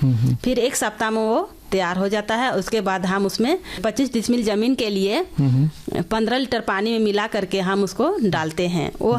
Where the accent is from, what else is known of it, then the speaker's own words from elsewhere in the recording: Jharkhand, India; और मैं कांके ब्लॉक से गागी गाँव से आई हूँ।